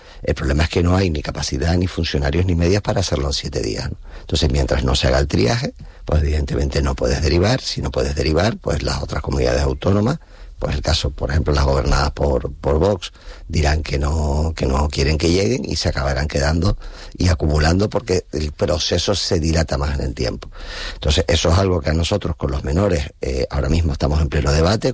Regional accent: Canary Islands, Spain; y la gente huye, pero además, como los canarios, tuvimos que salir en su momento.

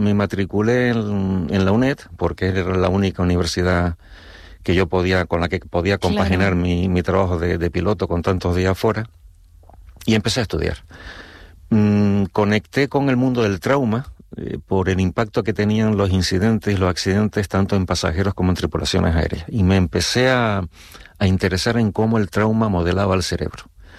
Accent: Puerto del Rosario, Canary Islands, Spain; Sí, soy de Puerto Rosario, y que quede constancia de mi bonita y querida isla Fuerteventura.

